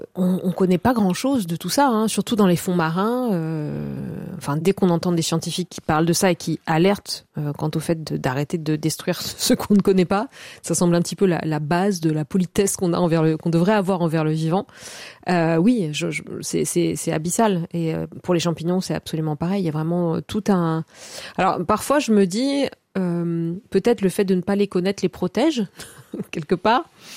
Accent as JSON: {"language": "French", "region": "Corsica", "country": "France", "said": "Puisque moi, je suis donc originaire de Corse et de moyenne montagne, de Castagniccia."}